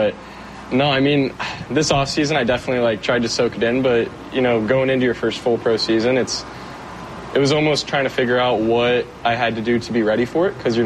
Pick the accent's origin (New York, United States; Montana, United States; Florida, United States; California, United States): Florida, United States; Tampa; I'm from Tampa, so spring training being in Tampa is really nice. And I get to be close to my family while I'm going through spring and everything, but it's been great.